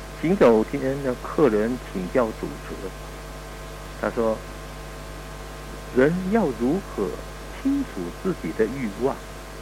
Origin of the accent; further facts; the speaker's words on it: Indonesia; 我们印尼话来讲